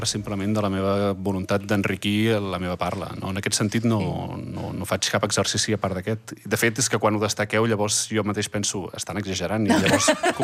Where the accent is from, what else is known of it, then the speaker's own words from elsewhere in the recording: Catalonia, Spain; com a català